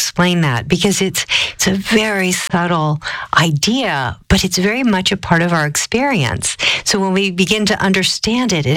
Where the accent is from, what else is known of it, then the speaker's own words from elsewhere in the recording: Colorado, United States; I come from Colorado. It's bone dry there.